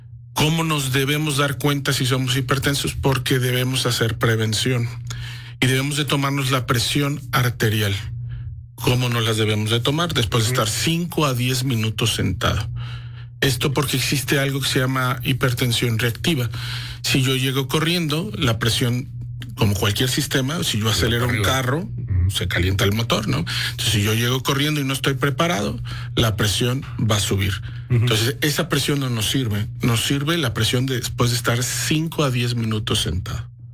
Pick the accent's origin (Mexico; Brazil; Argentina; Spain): Mexico; Veracruz; yo soy de Veracruz, como dirían en Veracruz, depende el sapo o la pedrada.